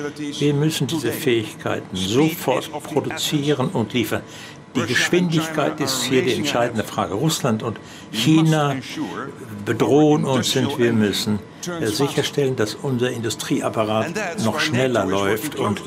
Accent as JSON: {"language": "German", "town": "The Hague", "region": "South Holland", "country": "Netherlands", "tie": "born or raised there", "said": "Im Jahre 2025 haben Sie sich eingesetzt für das 5%-Ziel in meiner Heimatstadt, Den Haag."}